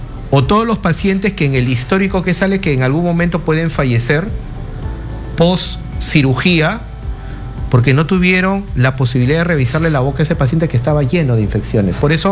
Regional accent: Peru; para que este niño más adelante no pueda tener este caries como muchos peruanos tenemos

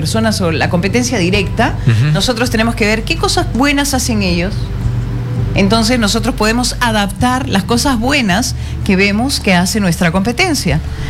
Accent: Peru; Todos somos hermanos, todos somos peruanos.

